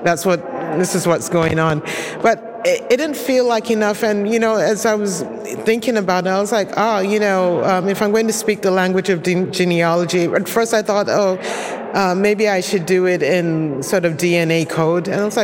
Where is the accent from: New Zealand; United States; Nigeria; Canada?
Nigeria; my family is Nigerian. I grew up in Nigeria